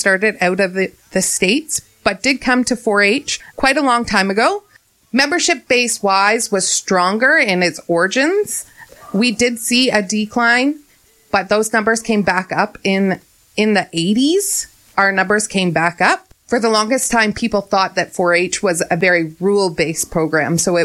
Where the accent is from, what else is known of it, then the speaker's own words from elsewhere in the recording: Durham, Ontario, Canada; I grew up on a beef calf operation outside of Durham, and I'm still actively involved in that.